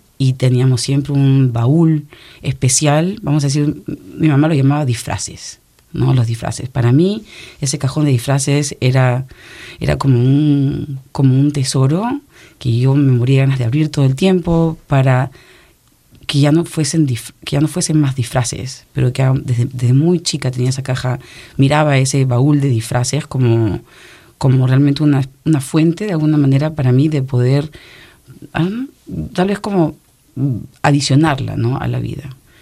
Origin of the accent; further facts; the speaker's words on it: Peru; moved away as an adult; also born or lived in France; now in United States; una parte de mi niñez la he vivido en Francia, la otra parte entre el Perú, sobre todo en el Perú entre 8 y 18, de 18 a 28 en Francia y después aquí en Estados Unidos